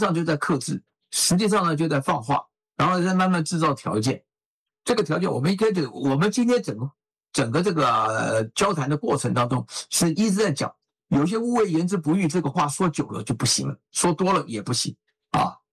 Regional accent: Taiwan

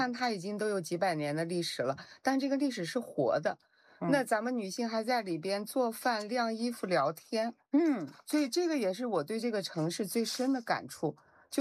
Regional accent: China; 特别适合我们中国人的口味。

